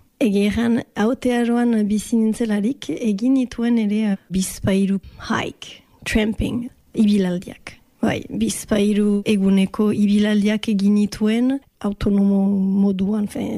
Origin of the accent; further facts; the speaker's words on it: Bayonne, Nouvelle-Aquitaine, France; moved away as an adult; also born or lived in United States / Bordeaux / New Zealand; Baionan sortu nintzen eta ugoi urte arte Baionan bizi nintzen.